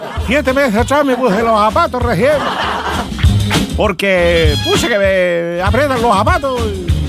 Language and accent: Spanish; Quirihue, Ñuble, Chile; Pero si yo soy de campo, señora, si yo soy de Quirigüe, de Quirigüe, he venido con mi dicho